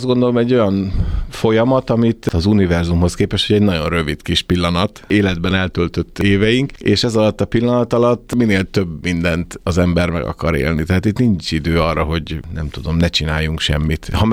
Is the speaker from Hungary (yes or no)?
yes; Hajdúdorog, Hajdú-Bihar, Hungary; also born or lived in Debrecen; now in Budapest, Hungary; amikor Debrecenbe költöztünk, vagy Debrecenben éltem, és ugye én hajdudorogi származású vagyok